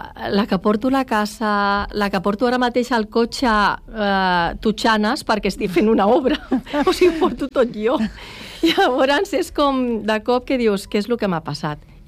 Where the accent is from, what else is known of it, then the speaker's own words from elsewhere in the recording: Calafell, Catalonia, Spain; now in Santa Oliva, Spain; Jo sóc de Calafell, bueno, ara estic vivint a Santa Oliva, uh-huh, però jo sóc família d'aquí, de Calafell.